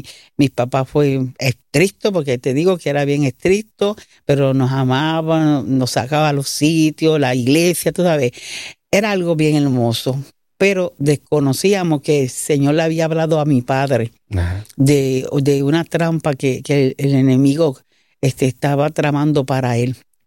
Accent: Vega Baja, Puerto Rico; also born or lived in Bayamón; Yo nací en Bayamón. Amén. Soy hija segunda, somos tres hermanos y luego de unos añitos pues nos trasladamos a Vega Baja, que todavía pues ahí residimos.

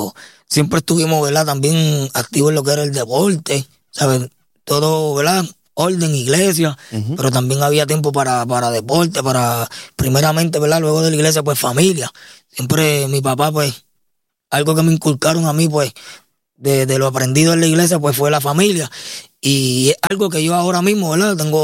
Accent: Carolina, Puerto Rico; para los que no me conocen. Venimos, ¿verdad?, del residencial Sabana Bajo, en Carolina, ¿verdad?, donde me crié junto a mis padres, ¿verdad?, mis padres y mis cuatro hermanos.

